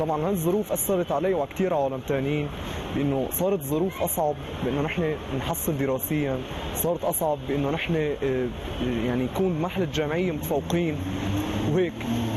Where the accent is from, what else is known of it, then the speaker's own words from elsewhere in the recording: Aleppo, Aleppo Governorate, Syria; من حلب، عمري 21 سنه، بدرس ادب انجليزي سنه ثالثه.